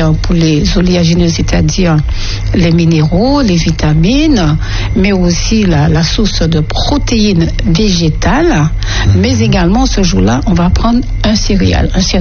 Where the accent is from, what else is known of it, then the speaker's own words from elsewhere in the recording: Martinique; chez nous à la Martinique.